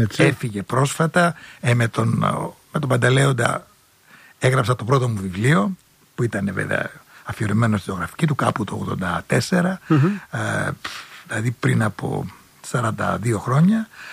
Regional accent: Piraeus, Attica, Greece; Είμαι Πειραιώτης ταμπουριώτης

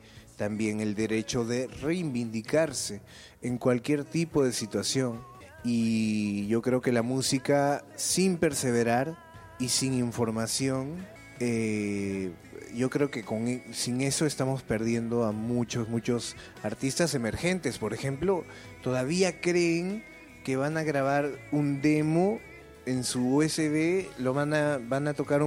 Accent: Ayacucho, Peru; Yo soy huamanguino, tunasjaita, huailpazúa, atajoixa, huarmizúa, hasta la muerte, huamanguino de corazón, ayacuchano.

